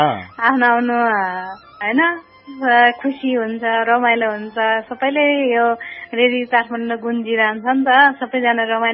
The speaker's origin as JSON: {"language": "Nepali", "area": "Sindhupalchok", "region": "Bagmati", "country": "Nepal", "tie": "born there", "said": "हाम्रो चाहिँ जन्मथलमा चाहिँ सिन्धुपाल्चोक भोटिकोसी गाउँपालिका नयाँपुर भन्ने ठाउँ"}